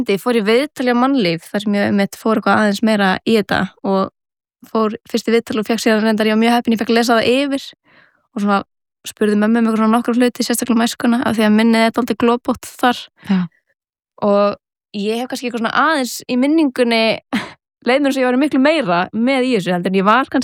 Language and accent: Icelandic; Reykjavík, Capital Region, Iceland; ég ólst upp eða fættist í Reykjavík og haf alltaf búið hér bjó fyrstu 7 ár æfuminar á Baldurskötunni nýri bæ og svona miðbæjar barn